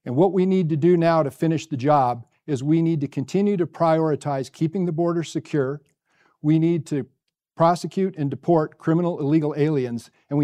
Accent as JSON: {"language": "English", "region": "Montana", "country": "United States", "tie": "born or raised there", "also_born_or_lived": "Dillon, Montana / Victor, Montana / Helena, Montana / Miles City, Montana", "said": "As a Montana native"}